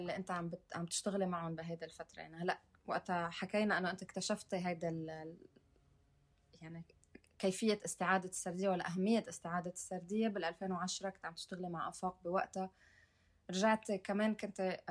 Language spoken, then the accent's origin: Arabic; Lebanon; نحن كلبنانيين